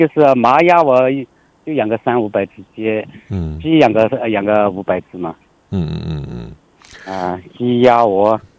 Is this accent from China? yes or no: yes; Sichuan, China; now in Changji, China; 我四川人。